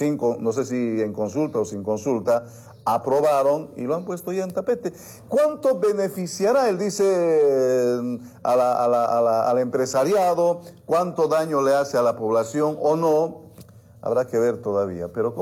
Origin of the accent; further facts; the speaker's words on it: Bolivia; ¿Y cómo nos han dejado a los bolivianos con estas deudas?